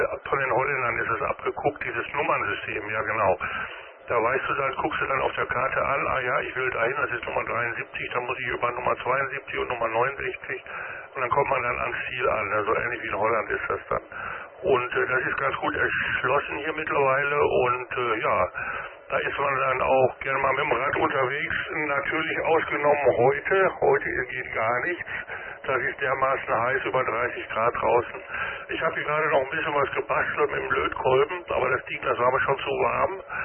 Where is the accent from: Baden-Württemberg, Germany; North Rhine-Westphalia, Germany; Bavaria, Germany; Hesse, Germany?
North Rhine-Westphalia, Germany; Dortmund; Also ich komme selber aus der Peripherie von Dortmund, habe dann auch während des Studiums eine Zeit lang am Puls der Zeit gelebt, direkt am Borsigplatz.